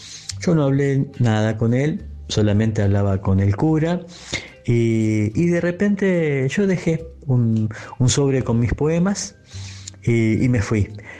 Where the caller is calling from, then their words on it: San Luis, Argentina; desde San Luis.